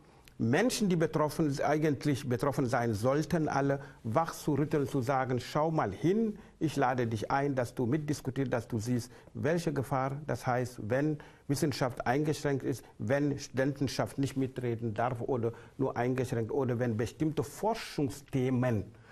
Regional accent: Senegal; Und ein Land wie Senegal, afrikanisches Land, demokratisch, wo ich herkomme, ursprünglich bei 0,6.

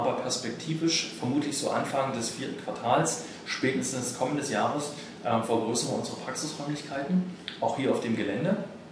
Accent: Halle, Saxony-Anhalt, Germany; Ich komme aus Halle und hatte halt in dem Umkreis geschaut

